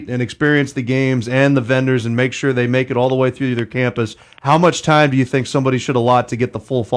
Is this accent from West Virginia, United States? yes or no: yes; Morgantown, West Virginia, United States; So, you know, I grew up in the Morgantown area, and I grew up with a mom that loved the fall